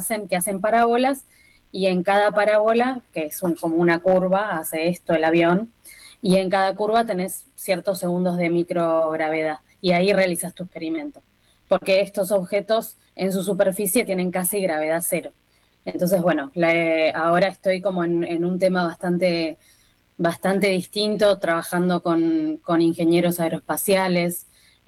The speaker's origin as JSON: {"language": "Spanish", "town": "Bahía Blanca", "region": "Buenos Aires Province", "country": "Argentina", "moved": "as an adult", "said": "Yo soy de Bahía Blanca"}